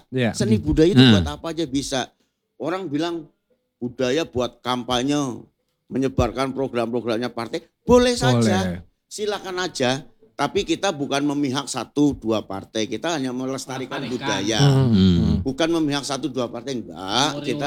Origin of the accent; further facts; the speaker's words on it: Java, Indonesia; Agama kula Islam, tapi kula tiang Jawa. Budaya yang saya gemari, budaya yang saya senangi, budaya yang saya jalankan, ya lu budaya Jawa.